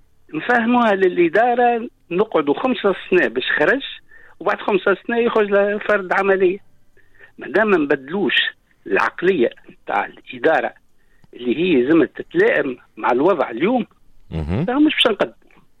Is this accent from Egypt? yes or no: no; Tunisia; معناها انا كتونسي كان نحط اليوم مطلب يلزمني 200 سنة